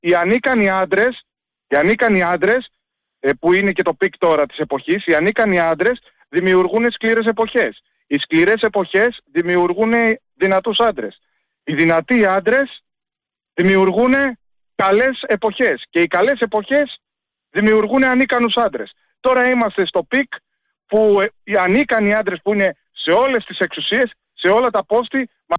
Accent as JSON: {"language": "Greek", "region": "Eastern Macedonia and Thrace", "country": "Greece", "said": "Καταρχήν, επειδή εγώ κατάγομαι από τον Εύρο, κατάγομαι."}